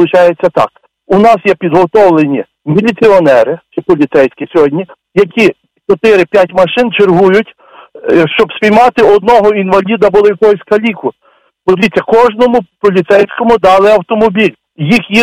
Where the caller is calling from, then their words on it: Ivano-Frankivsk, Ivano-Frankivsk Oblast, Ukraine; я з Івано-Франківська.